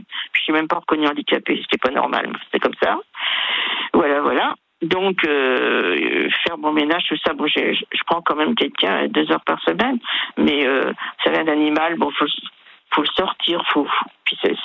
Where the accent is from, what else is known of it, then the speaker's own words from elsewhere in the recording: Brittany, France; Moi, je suis bretonne, hein, je suis dans Bretagne